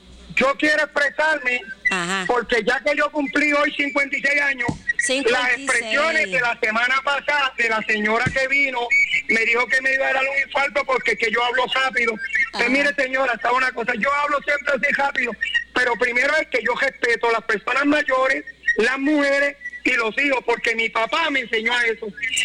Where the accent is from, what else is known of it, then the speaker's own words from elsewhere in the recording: Sabana Grande, Puerto Rico; de Sabana Grande, vivo en La Toje, y estudié desde La Toje hasta el pueblo. Para que usted sepa, yo son 56 años que vivo en mi pueblo de Sabana Grande y lo amo y lo adoro.